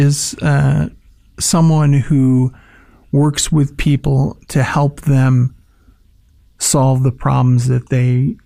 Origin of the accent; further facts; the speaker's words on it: Fayetteville, New York, United States; Yes. Well, I grew up in Fayetteville, actually.